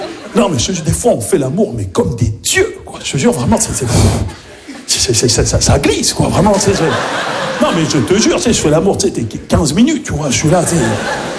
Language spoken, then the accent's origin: French; Maisons-Alfort, Île-de-France, France; parce que j'ai grandi à Maison Alfort, en plus, tu vois, dans le 9-4, tu vois.